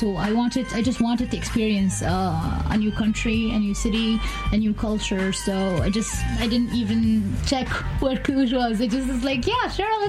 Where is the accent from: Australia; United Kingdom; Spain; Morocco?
Morocco; Fez, Fès-Meknès; I'm from Morocco, from Fez.